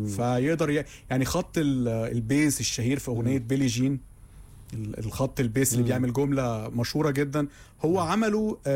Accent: Egypt

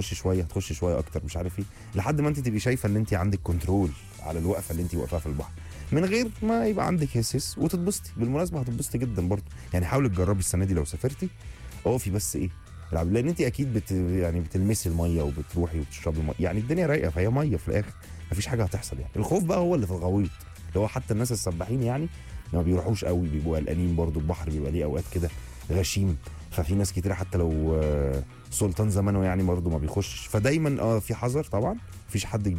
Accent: Egypt; بحس ان احنا في جيناتنا كمصريين

